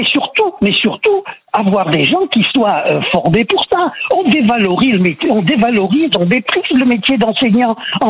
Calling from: Saint-Beauzire, Auvergne-Rhône-Alpes, France; J'habite à Saint-Bosire.

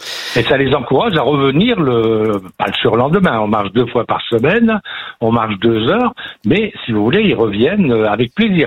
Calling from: Jarny, Grand Est, France; je suis en Meurthe-et-Moselle, sur Jarny

